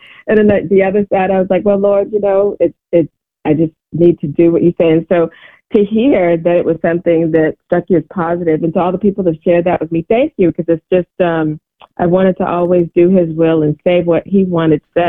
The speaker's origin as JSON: {"language": "English", "town": "Charleston", "country": "United States", "said": "I grew up, even though I'm from Charleston"}